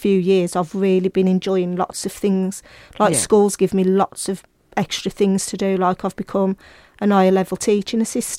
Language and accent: English; West Midlands, United Kingdom; accent: Black Country; because I'm quite Black Country speaking